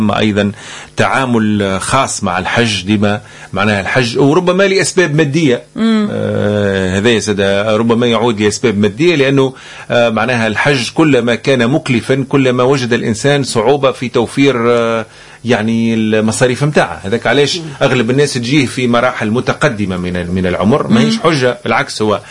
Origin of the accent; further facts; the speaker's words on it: Tunisia; إحنا عندنا في تونس